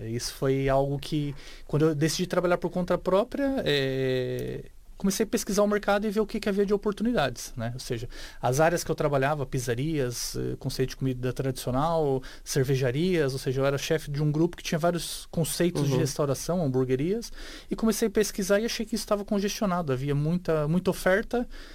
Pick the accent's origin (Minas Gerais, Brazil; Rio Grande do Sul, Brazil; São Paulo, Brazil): São Paulo, Brazil; São Bernardo do Campo; moved away as an adult; also born or lived in Itariri, Brazil; now in Portugal; Nasci em São Bernardo do Campo, faz parte do Grande ABC, e o Grande ABC é zona periférica de São Paulo. Cresci ali até os meus 17 anos, depois fui morar para o litoral de São Paulo, uma cidade que se chamava Itariri, uma cidade ao lado do litoral, e fui viver lá até os meus 24 anos